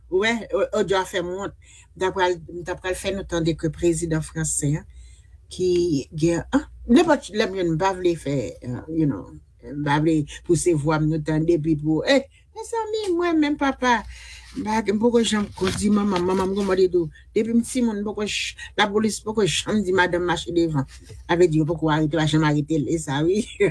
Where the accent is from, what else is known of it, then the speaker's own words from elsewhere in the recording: Haiti; moi, laisse que je suis haïtien, moi